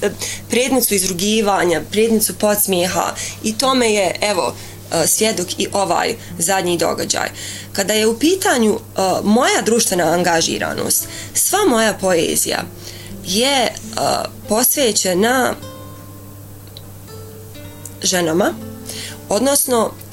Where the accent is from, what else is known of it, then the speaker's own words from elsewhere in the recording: Doboj, Republika Srpska, Bosnia & Herzegovina; born there; ja sam rođena u Doboju i tu sam